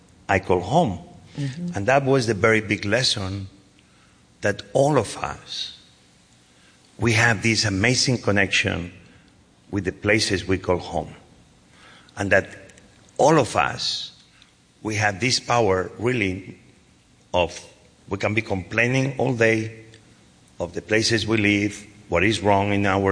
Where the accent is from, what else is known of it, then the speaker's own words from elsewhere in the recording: Barcelona, Catalonia, Spain; also born or lived in Asturias; Because even I was born in Asturias, very young, I moved to Barcelona. Asturias and Barcelona are 2 different places.